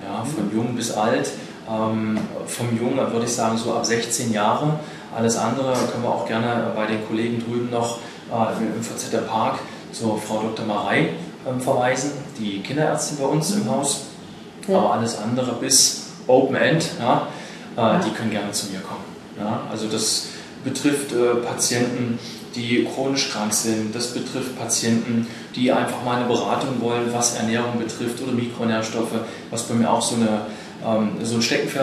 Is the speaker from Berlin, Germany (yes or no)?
no; Halle, Saxony-Anhalt, Germany; Ich komme aus Halle und hatte halt in dem Umkreis geschaut, was ist so eine halbe Stunde bis 40 Minuten von meinem Wohnort entfernt.